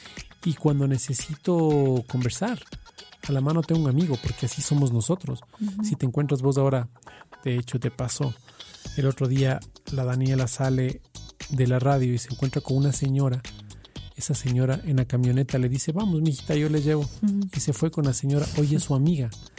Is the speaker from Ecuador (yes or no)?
yes; Ecuador; now in Germany; Bueno, si estoy en Alemania y soy ecuatoriano, tal vez hay que volver a mis raíces